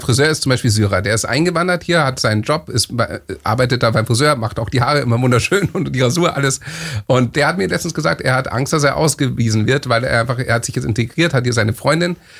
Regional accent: Munich, Bavaria, Germany; ich bin in München geboren, bin hier groß gewachsen, mein leiblicher Papa kommt aus Marokko

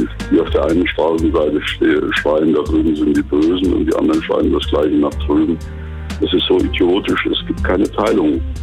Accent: Thuringia, Germany; Ich bin in Thüringer Wald groß geworden und habe eigentlich von Anfang an nichts anderes machen wollen.

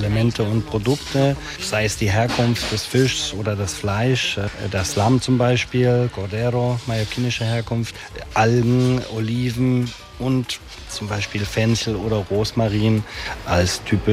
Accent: Bautzen, Saxony, Germany; moved away as an adult; Ich komme aus der Nähe von Dresden, aus Bautzen. Habe dann die Chance gehabt mit dem Mauerfall, in München Hotelfachschule gemacht

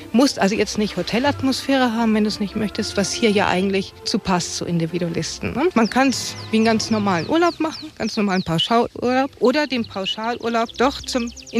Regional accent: Northern Germany, Germany; Und vermissen als Norddeutsche habe ich so alle paar Jahre mal mein Jieper, da muss ich so mein Rapsfeld sehen.

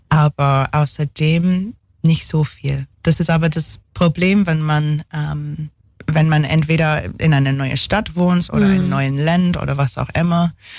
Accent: England, United Kingdom; German is a second language; moved away as an adult; now in Ulm, Germany; Meine Familie, ich bin Engländerin, meine Familie ist in England, in London meistens.

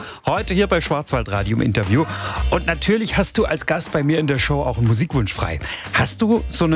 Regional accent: Baden-Württemberg, Germany; Das ist in meiner Heimat im Nordschwarzwald bei aktuell 16 Grad.

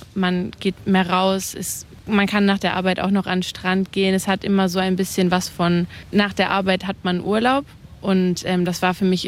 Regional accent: Germany; now in Mallorca, Spain; In gewissen Situationen fühlt man sich vielleicht dann doch noch sehr deutsch geprägt, in anderen Situationen hat man sich sehr an die spanische Kultur angepasst.

